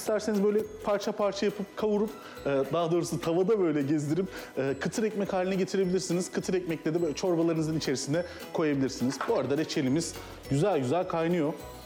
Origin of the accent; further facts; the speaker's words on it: Adana, Turkey; bir Adanalı olarak